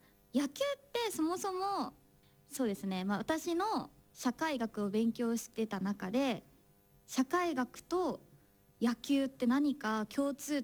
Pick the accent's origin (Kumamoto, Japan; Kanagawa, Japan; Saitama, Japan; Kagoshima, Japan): Saitama, Japan; っていうのも私あの埼玉県出身なんですね、